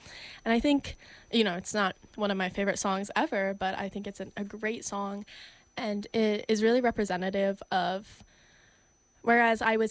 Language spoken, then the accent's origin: English; Midwest, United States; now in New York City, United States; it's just a sort of like explosion into the world that happens when you leave Middle America and enter the East Coast, New York City